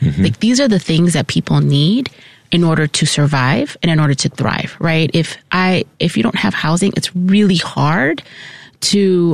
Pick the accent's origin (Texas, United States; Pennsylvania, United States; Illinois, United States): Illinois, United States; Chicago; as somebody, again, who's born and raised in Chicago, lifelong Chicago